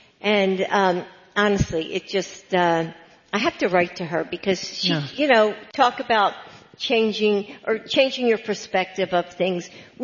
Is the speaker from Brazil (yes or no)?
no; Pennsylvania, United States; But, you know, I grew up outside of Philly. I am a Philly girl. I love my Eagles and my Flyers and my Phillies.